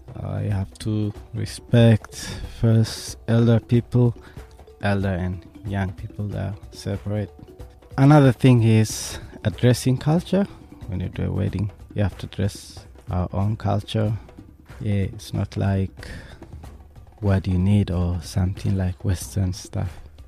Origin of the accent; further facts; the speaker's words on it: Eritrea; English is a second language; now in Australia; I came from Africa, Eritrea. I came to Australia 1995.